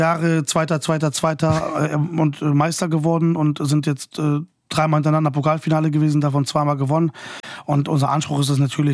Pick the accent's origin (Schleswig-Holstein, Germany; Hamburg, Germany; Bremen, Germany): Bremen, Germany; Wir sind quasi, ich persönlich, in Himmeling geboren, aufgewachsen.